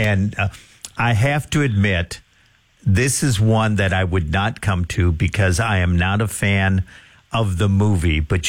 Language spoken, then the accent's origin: English; Wisconsin, United States; moved away as an adult; growing up in Wisconsin